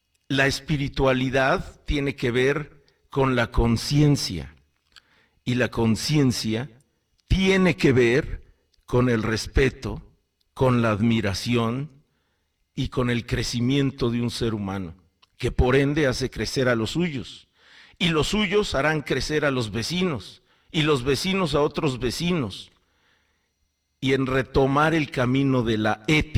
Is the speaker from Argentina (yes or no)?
no; Mexico; Pero soy mexicano, y me encanta más mi país, por supuesto, igual que usted, igual que a todos, soy mexicano, soy de aquí, es la única bandera que me cubre